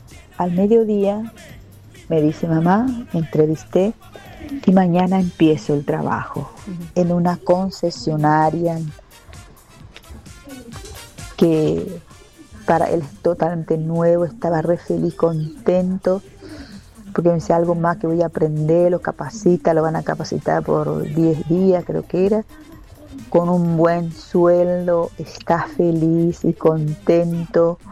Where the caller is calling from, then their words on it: Itauguá, Central, Paraguay; de Itagua.